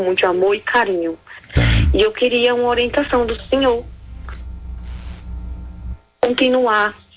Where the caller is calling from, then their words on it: Itabaianinha, Sergipe, Brazil; Sou da cidade de Itabaianinha, Sergipe.